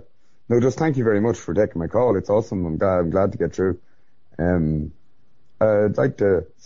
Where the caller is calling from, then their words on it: Ireland; I'm from Ireland.